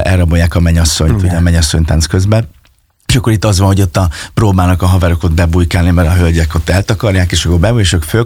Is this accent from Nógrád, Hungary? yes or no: no; Fényeslitke, Szabolcs-Szatmár-Bereg, Hungary; also born or lived in Kisvárda; Hát ugye én Fényeslitkén nőttem föl, és Kisvárdán születtem, és hát ott a megyében, ahova hívtak